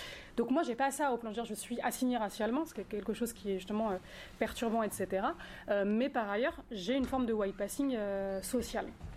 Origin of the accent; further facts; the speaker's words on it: Brittany, France; moi je suis bretonne en plus, et c'est vraiment une identité pareil que je revendique, parce que j'ai grandi là-dedans, j'ai la moitié de ma famille qui ont été à Diwan, qui parlent breton